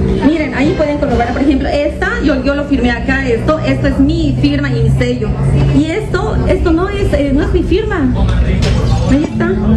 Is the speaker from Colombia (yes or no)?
no; La Paz, Bolivia; Yo soy abogada, soy de La Paz, les comento.